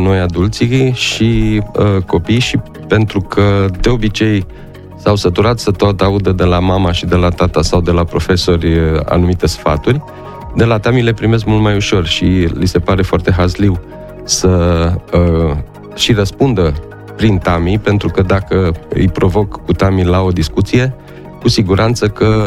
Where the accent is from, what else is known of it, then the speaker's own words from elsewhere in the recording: Copăcel, Brașov County, Romania; now in Miercurea Ciuc, Romania; Copăcel, da. De lângă Făgăraș, și eu și soția, la terminarea facultății am fost repartizat acolo.